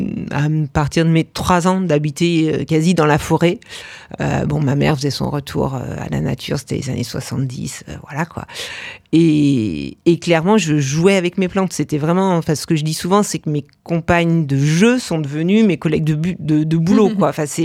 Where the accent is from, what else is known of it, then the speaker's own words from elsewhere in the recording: Auvergne-Rhône-Alpes, France; J'ai grandi en Savoie.